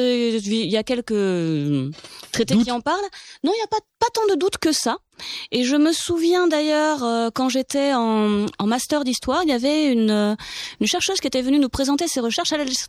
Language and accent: French; Beauvais, Hauts-de-France, France